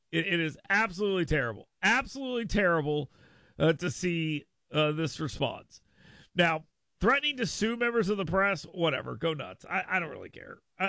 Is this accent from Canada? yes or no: no; Fort Rucker, Alabama, United States; I grew up in Fort Rucker right here in my district.